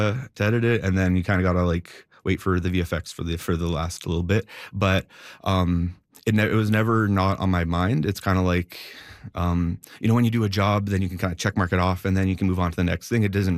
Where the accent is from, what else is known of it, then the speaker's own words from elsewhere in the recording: Sudbury, Ontario, Canada; growing up in Sudbury